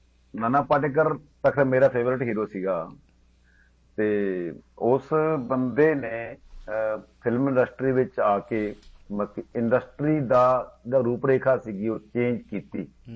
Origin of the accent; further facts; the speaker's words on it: Punjab, India; ਚਲੋ ਸਰ, ਮੇਰਾ ਪਿੰਡ ਨਾ ਜੀ ਮਤਲਬ ਪੁਆਧੀ ਖੇਤਰ ਦਾ ਪਿੰਡ ਹੈ, ਹਰਿਆਣੇ ਤੋਂ ਥੋੜੀ ਜਿਹੀ ਦੂਰ ਬਾਰਡਰ ਤੇ ਪੈਂਦਾ, ਪਛੜੇ ਹੋਏ ਇਲਾਕੇ ਦਾ ਪਿੰਡ ਆ ਮੇਰਾ।